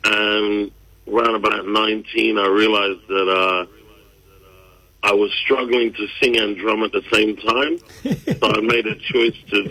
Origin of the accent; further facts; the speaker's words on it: England, United Kingdom; also born or lived in Jamaica; now in Sydney, Australia; I grew up in England.